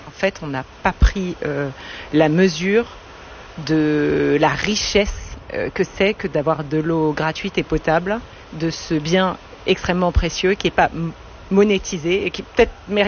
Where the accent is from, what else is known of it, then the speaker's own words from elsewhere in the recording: Southern France, France; je viens du sud de la France où il y en a à tous les coins de rue.